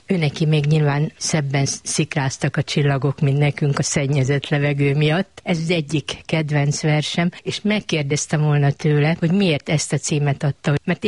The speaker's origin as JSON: {"language": "Hungarian", "region": "Budapest", "country": "Hungary", "tie": "born or raised there", "said": "75 éve ugye itt lakom, hát együtt nőttem föl a vérmező fáival, és itt van az iskola is, hogy jó előtte elmenni. Hát ide jártam."}